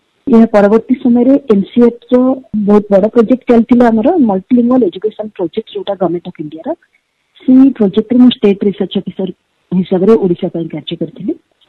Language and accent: Odia; Koraput, Odisha, India; ମୁଁ ଓଡ଼ିଶାର କୋରାପୁଟ ଭଳି ଏକ ତୁଳନାତ୍ମକ ପଛୁଆ ଜିଲ୍ଲାର ଗୋଟିଏ ପାରମ୍ପରିକ ପରିବାର ବା ଆମେ କହିପାରିବା ରକ୍ଷଣଶୀଳ ପରିବାରରୁ ଆସିଛି।